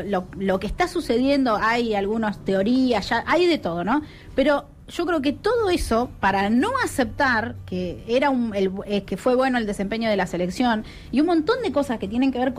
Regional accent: Argentina

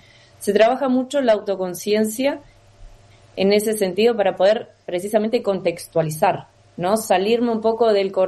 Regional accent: Argentina; now in Paraná, Argentina; porque vivimos en la ciudad de Paraná o porque somos de Argentina

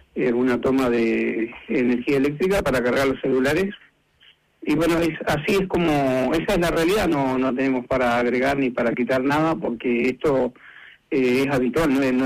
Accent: Rawson, Chubut, Argentina; Yo vengo de Rawson, no soy de acá de Trelew.

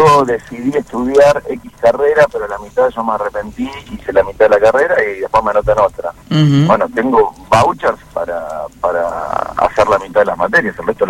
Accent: Argentina; Y la idea esta de que tenemos, quizás como argentinos muchas veces, es que no hay restricción presupuestaria.

